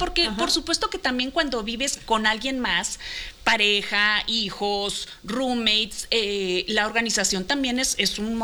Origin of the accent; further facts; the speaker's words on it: Sonora, Mexico; La norteña, a final de cuentas norteña, soy de Sonora.